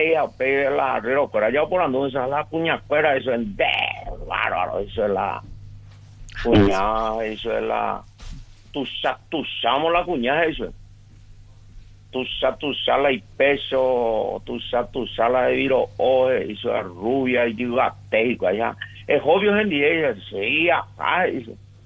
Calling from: Villarrica, Guairá, Paraguay; yo soy de Villarrica

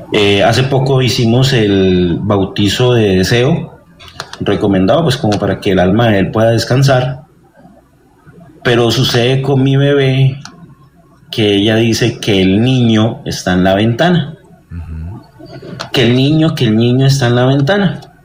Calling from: Bucaramanga, Santander, Colombia; desde Bucaramanga.

